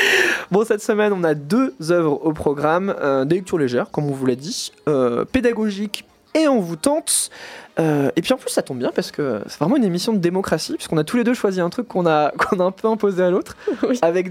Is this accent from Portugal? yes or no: no; eastern France, France; Je viens de l'Est de la France